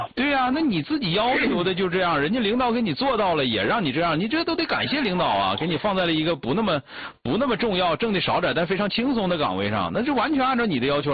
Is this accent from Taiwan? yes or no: no; Northeast China, China; 因为南方人是比咱东北人要务实的多。